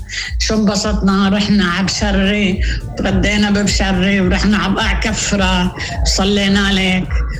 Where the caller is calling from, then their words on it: Mansourieh, Mount Lebanon, Lebanon; اتينا من المنصوريه